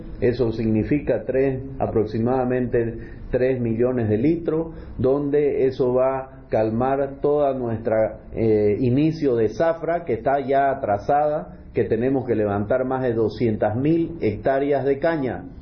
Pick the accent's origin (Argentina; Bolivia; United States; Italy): Bolivia; nos hace falta como bolivianos.